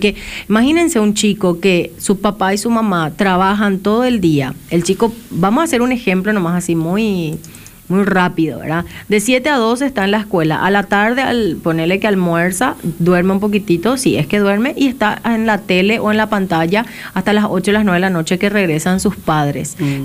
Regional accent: Paraguay; Nosotros tenemos como paraguayos una cultura muy linda, ¿verdad?

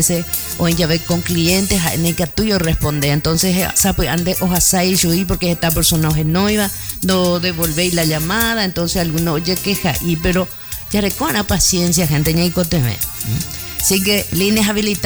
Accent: Paraguay

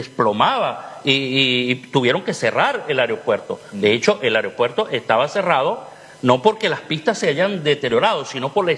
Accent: Valle de la Pascua, Guárico, Venezuela; also born or lived in Caracas / Valencia / Maracay / Barquisimeto; en Valencia, Maracay, Barquisimeto, o sea, estudié en muchas partes de Venezuela y mi pueblo, Guárico, Valle de la Pascua, por supuesto.

